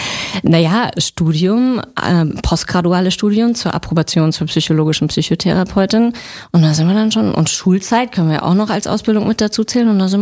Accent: Freiburg, Baden-Württemberg, Germany; Ich komme aus der Sonnenstadt, genau.

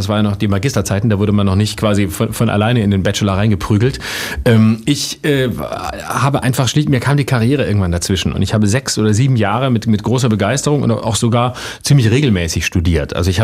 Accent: Lörrach, Baden-Württemberg, Germany; Da habe ich bei der offenen Bühne in Lörrach an der Grenze zu Basel, wo ich herkomme, mitgemacht.

